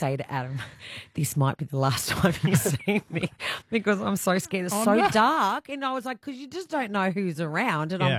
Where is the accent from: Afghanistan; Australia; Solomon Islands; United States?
Australia; Grafton, New South Wales; moved away; we grew up in Grafton, but when we actually finally hooked up was in Newcastle. We lived in Adam's van.